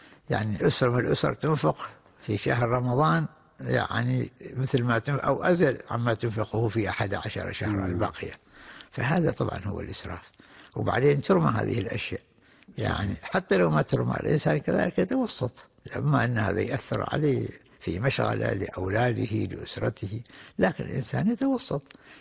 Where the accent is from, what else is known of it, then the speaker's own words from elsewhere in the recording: Oman; وخاصة احنا عندنا في عمان أو في دول منطقة الخليج